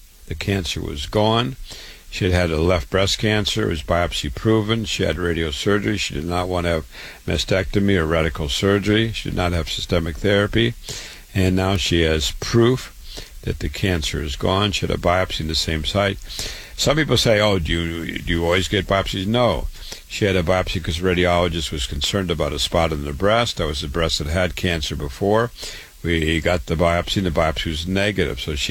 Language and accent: English; Waterloo, Iowa, United States; born there; I was born in Waterloo, Iowa, went to university, public schools first